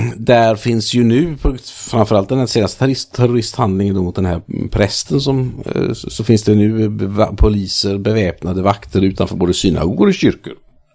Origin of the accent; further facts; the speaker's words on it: Paris, Île-de-France, France; Jag kommer från Paris. Jag var i Paris förra veckan.